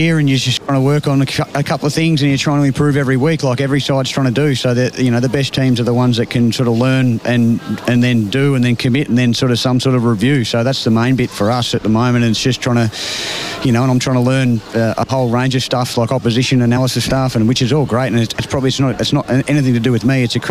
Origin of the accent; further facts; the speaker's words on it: Ballarat, Victoria, Australia; I'm from Ballarat, so it's never been great there.